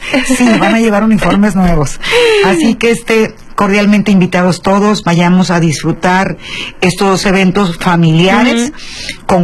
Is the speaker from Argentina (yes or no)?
no; Mexico; Yo soy californiana, y aquí yo siempre recuerdo, digo, ya soy una mujer adulta mayor